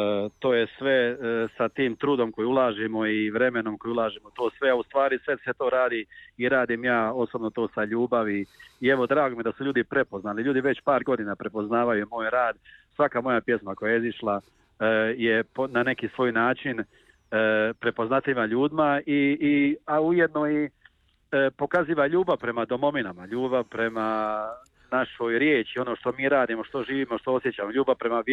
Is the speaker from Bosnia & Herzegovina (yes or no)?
yes; Kotor Varoš, Republika Srpska, Bosnia & Herzegovina; Ja sam inače rodom iz Kotor Varoša, jednog lijepog mjesta, svetišta našeg Blažene Djevice Marije Sokolina